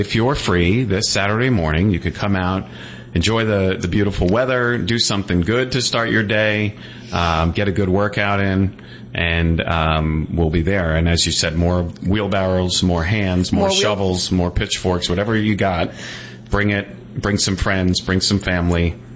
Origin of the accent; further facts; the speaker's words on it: Ronkonkoma, New York, United States; I grew up right here in Ronkonkoma.